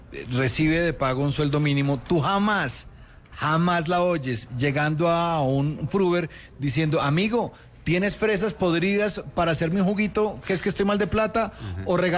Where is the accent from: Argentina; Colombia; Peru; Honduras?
Colombia; nosotros como colombianos